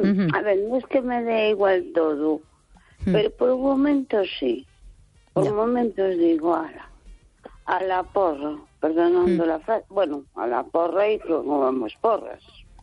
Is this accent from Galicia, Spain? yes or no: yes; A Coruña, Galicia, Spain